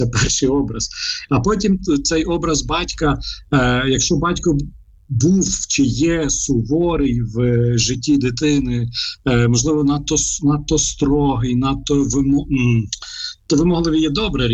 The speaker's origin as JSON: {"language": "Ukrainian", "town": "Lviv", "region": "Lviv Oblast", "country": "Ukraine", "tie": "born or raised there", "said": "я зростав у Львові"}